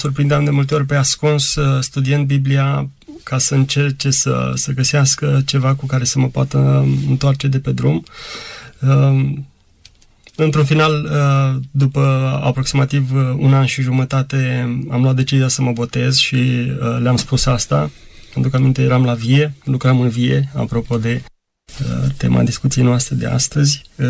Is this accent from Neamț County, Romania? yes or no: no; Cleja, Bacău County, Romania; la noi în sat, la Cleja.